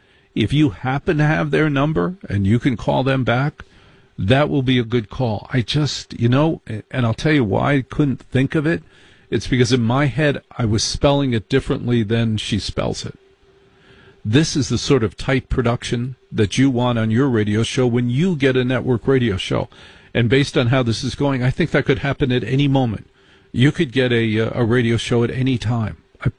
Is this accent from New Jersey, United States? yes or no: yes; New Jersey, United States; I grew up in Jersey. I know different kinds of smoke because on any given day, the smoke could kill us. At any given moment, we could be killed by the smokes of New Jersey.